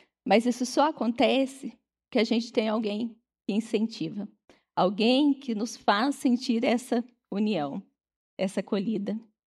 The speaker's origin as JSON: {"language": "Portuguese", "region": "Minas Gerais", "country": "Brazil", "moved": "yes", "lives_now": "Araras, Brazil", "said": "eu sou mineira, estou aqui há quase 30 anos, aqui eu conheci meu marido que também não é daqui, tivemos nosso filho, fizemos a nossa família aqui, nessa acolhida de Araras."}